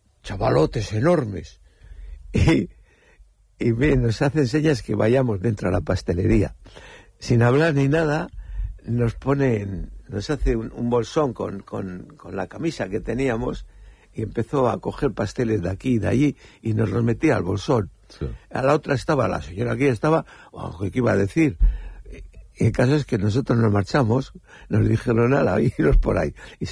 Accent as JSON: {"language": "Spanish", "town": "Castro Urdiales", "region": "Cantabria", "country": "Spain", "tie": "born or raised there", "said": "como siempre lo he contado aquí en Castro, pues por los cargaderos venían barcos del norte, venían barcos ingleses, barcos holandeses a cargar mineral, y en la calle La Mar donde yo nací estaba la pastelería de Baranda"}